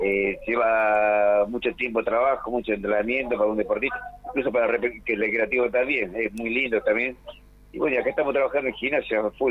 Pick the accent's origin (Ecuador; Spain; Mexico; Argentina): Argentina; Río Gallegos, Santa Cruz; born there; also born or lived in Gobernador Gregores; Me inicié, yo soy nacido en Río Gallegos, y yo me inicié en Gobernador Gregores. Uh-huh. Con mi madre vivía allá